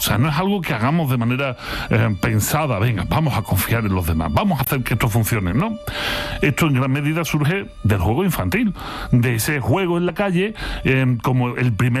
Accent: Andalusia, Spain; que decíamos cuando éramos chicos aquí en Andalucía.

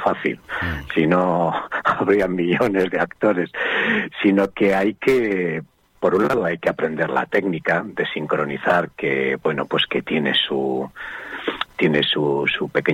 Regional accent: Castro Urdiales, Cantabria, Spain; Claro, yo soy de Cantabria, soy de Castruriales

